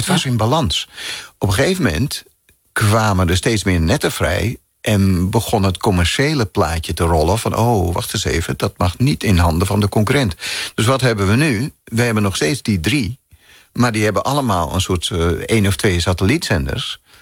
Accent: Amsterdam, North Holland, Netherlands; Klopt, ik ben in de stad opgegroeid. Oh, ja. Geboren en getogen in Amsterdam. Op de Nieuwendijk.

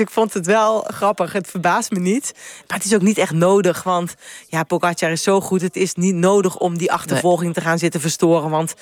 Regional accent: Netherlands; Tuurlijk was ik blij als Nederlander dat Olaf Kooi wint

